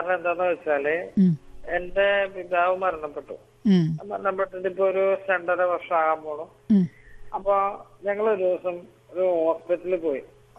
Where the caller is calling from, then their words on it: Kalavoor, Kerala, India; ഞാൻ ഇവിടെ മറ്റേ കലവൂരിലെ.